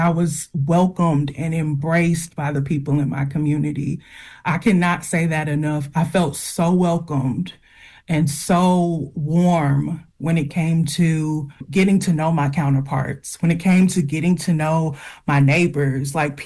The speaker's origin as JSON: {"language": "English", "country": "United States", "said": "my experience as an American"}